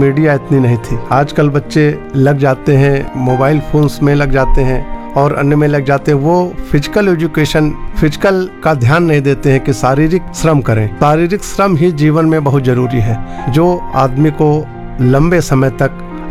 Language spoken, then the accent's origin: Hindi; Gonda, Uttar Pradesh, India; born there; मेरी पैदाइश गोंडा की ही है